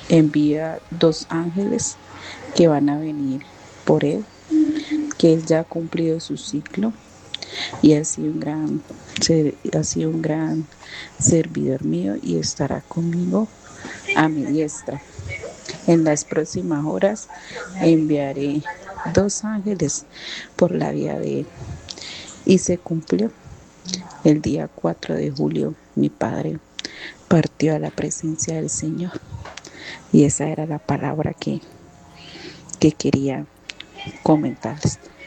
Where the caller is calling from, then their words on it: Cali, Valle del Cauca, Colombia; les hablo desde la ciudad de Cali.